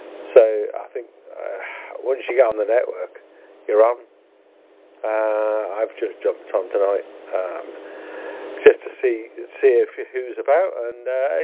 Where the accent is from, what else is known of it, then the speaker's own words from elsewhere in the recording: Lichfield, West Midlands, United Kingdom; now in Walsall, United Kingdom; your neck of the woods is mine, really, because I was born and bred in Lichfield. And my family are all in Lichfield